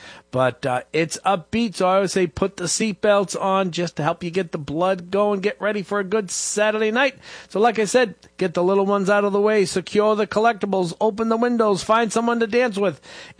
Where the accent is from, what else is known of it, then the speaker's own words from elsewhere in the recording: South Boston, Massachusetts, United States; Got to take care of my friends out in Southie, with Southie is my hometown.